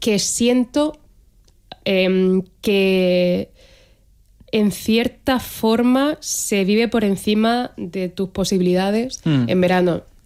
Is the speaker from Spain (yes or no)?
yes; Cartagena, Region of Murcia, Spain; Como soy de Cartagena, para mí el verano ha sido siempre todo el año, excepto dos meses.